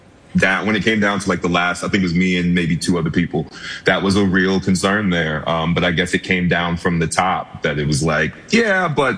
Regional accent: New York, United States; I was from New York, so they flew me to LA to do a screen test.

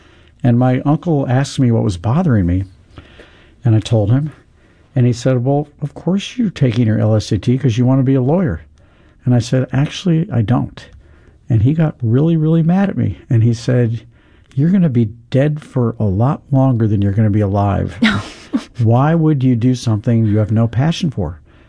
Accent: St. Louis, Missouri, United States; everything I know about hospitality, I learned by growing up here.

